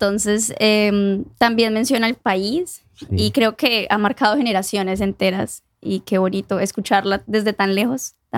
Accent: Armenia, Quindío, Colombia; Yo soy de Armenia, Quindío. Ay, no sé si lo conocen, sí. Del centro del país.

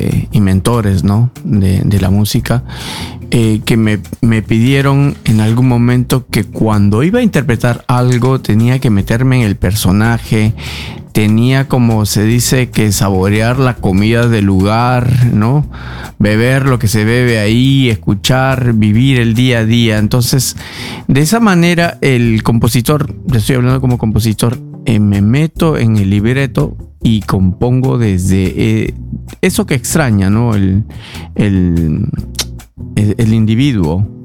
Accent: Trujillo, La Libertad, Peru; moved away as an adult; now in Oslo, Norway; yo soy de la ciudad de Trujillo, en la costa norte de Perú, a prácticamente unas 10 horas de Lima. Es que vivo yo, vivía yo.

